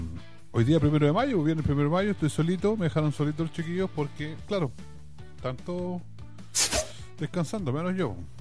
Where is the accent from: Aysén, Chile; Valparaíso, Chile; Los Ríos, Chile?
Valparaíso, Chile; Villa Alemana; saludos a Villa Alemana, mi tierra